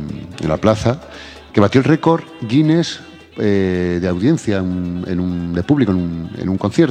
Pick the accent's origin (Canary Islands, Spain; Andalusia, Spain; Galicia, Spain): Canary Islands, Spain; Santa Cruz de Tenerife; now in Basque Country, Spain; yo soy vasco de adopción, canario de sangre, y está mi familia ahí en Tenerife. Soy chicharrero a muerte.